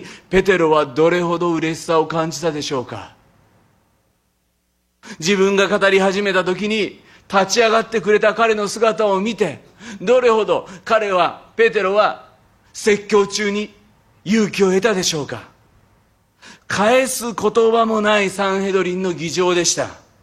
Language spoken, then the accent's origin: Japanese; Fukuchiyama, Kyoto, Japan; moved away; 京都の福知山は私の出身ですけれども